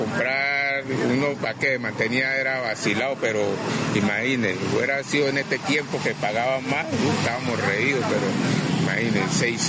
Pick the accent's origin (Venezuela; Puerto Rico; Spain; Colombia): Colombia; Buenaventura, Valle del Cauca; feliz cumpleaños a mi tierra.